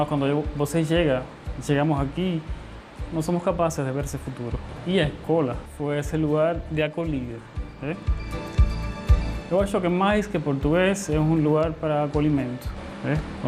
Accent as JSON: {"language": "Portuguese", "country": "Cuba", "moved": "yes", "lives_now": "Brazil", "said": "Eu saí de Cuba, eu peguei 2 aviões. O primeiro voo foi de Cuba até Trinidad e Tobago. Isso é uma ilha que está perto da Venezuela. Aí peguei outro voo para Guiana, né, o país. E ali peguei uma van até Roraima, já no Brasil."}